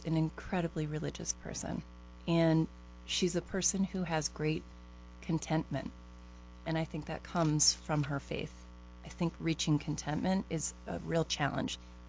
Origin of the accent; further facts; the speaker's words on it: Wilbraham, Massachusetts, United States; I grew up in Wilbraham, Massachusetts, which you might know to be the home of Friendly's Ice Cream.